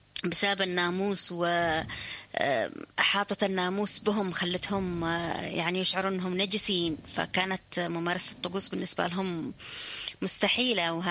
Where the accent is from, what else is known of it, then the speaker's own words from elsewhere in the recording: Yemen; عندنا في اليمن والأماكن الاستوائية